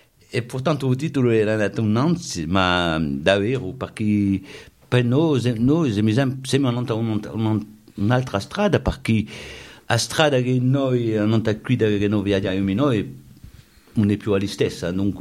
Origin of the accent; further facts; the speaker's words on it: Corsica, France; Noi vediamo ogni anno nel mio paese, quando ero cittadino parlavamo tutti i corsi, oggi non c'è più un cittadino che parla corso